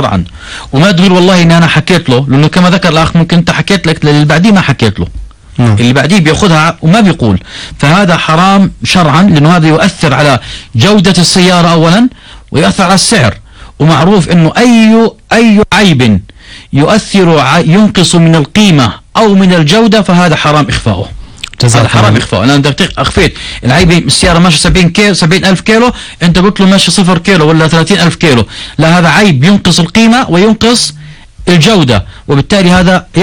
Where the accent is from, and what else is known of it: Jordan